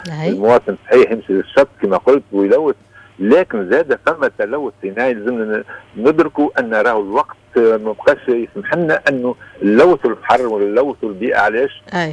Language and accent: Arabic; Tunisia; هي قصة يمكن نعيشوها احنا كثير من التوانسة، ولا أنا واحد منهم.